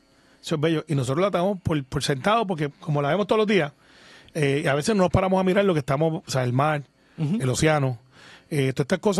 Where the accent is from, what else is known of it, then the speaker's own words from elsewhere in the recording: Guaynabo, Puerto Rico; yo mi familia es de ahí, yo soy de Antes se llamaba Cantagallo, ahora le dicen Singing Rooster porque estamos en Guaynabo City